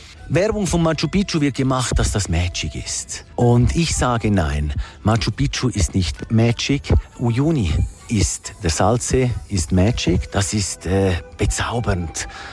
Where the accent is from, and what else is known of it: Switzerland; now in Sucre, Bolivia